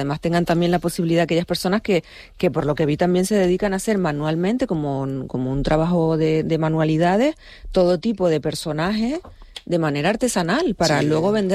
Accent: La Palma, Canary Islands, Spain; yo que soy de La Palma

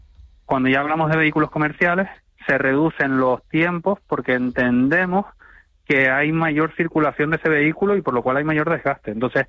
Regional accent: Tenerife, Canary Islands, Spain; yo soy de Tenerife

